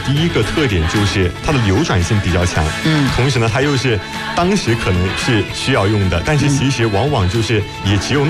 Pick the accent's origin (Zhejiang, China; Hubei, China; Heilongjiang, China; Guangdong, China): Hubei, China; Yichang